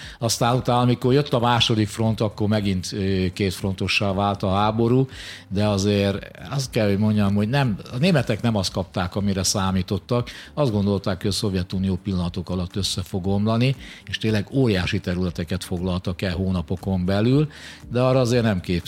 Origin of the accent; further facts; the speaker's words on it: Hungary